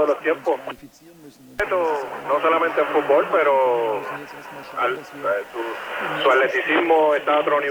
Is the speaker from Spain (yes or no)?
no; Puerto Rico; Digo, Puerto Rico.